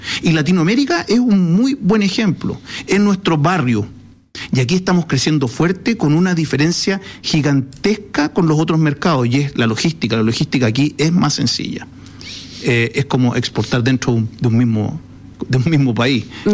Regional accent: Chile

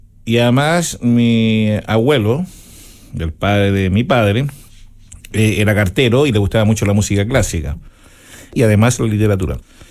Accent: Lautaro, Araucanía, Chile; Efectivamente, vengo de Lautaro, novena región, y en un lugar súper, muy, muy, digamos, pequeño, pero muy grande poéticamente, no sé, culturalmente.

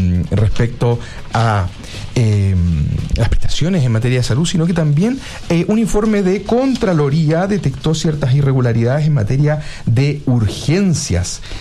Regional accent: Biobío, Chile; Y un saludo también a Biobío, que mi tierra natal

